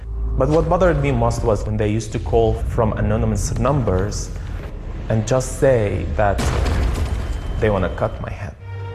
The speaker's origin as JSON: {"language": "English", "town": "Damascus", "region": "Damascus Governorate", "country": "Syria", "tie": "born or raised there", "also_born_or_lived": "Amsterdam", "moved": "as an adult", "lives_now": "San Diego, United States", "said": "I was born in Syria, in a refugee camp for stateless refugees in Damascus, Syria."}